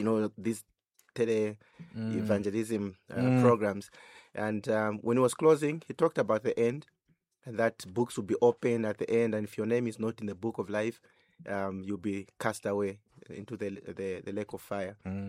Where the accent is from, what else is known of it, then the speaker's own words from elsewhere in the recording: Zambia; growing up in Zambia